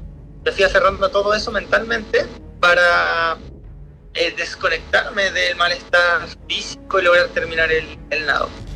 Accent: Chile; ahora soy el latinoamericano más joven en completarlo. Primer hombre chileno también que lo completa

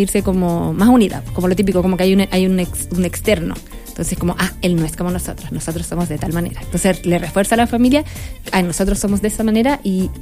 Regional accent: Chile; somos todos chilenos

